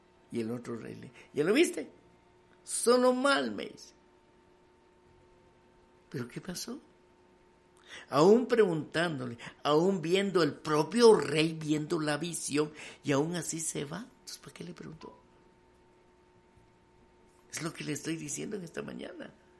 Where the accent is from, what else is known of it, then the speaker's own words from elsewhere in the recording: San Pedro Sacatepéquez, San Marcos, Guatemala; now in La Esperanza, Guatemala; Soy de San Marcos, San Pedro, Zacatepeques. Y cuando yo vine a La Esperanza, hermano, hace 30 y pico de años